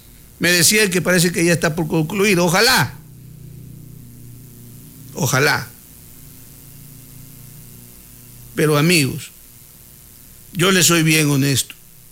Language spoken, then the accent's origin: Spanish; Zaruma, El Oro, Ecuador; no me vean como alguien que no quiere el desarrollo de mi pueblo